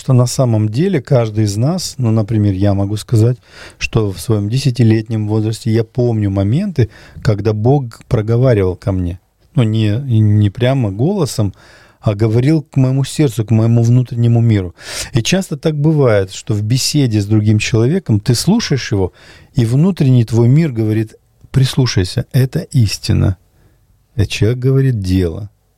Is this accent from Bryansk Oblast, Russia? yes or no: no; Kabardino-Balkaria, Russia; Например, я кабардинец, я мусульманин. То есть я родился кабардинцем, это значит, я уже мусульманин.